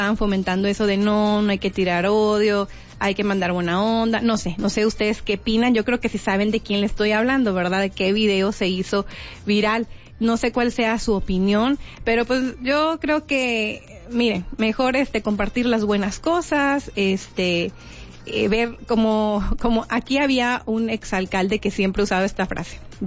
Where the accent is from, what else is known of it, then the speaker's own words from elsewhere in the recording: Piedras Negras, Coahuila, Mexico; la gente que nacimos y crecimos en Piedras Negras, y luego que a lo mejor hemos tenido oportunidad de vivir, ya sea por trabajo o lo que sea, en otra ciudad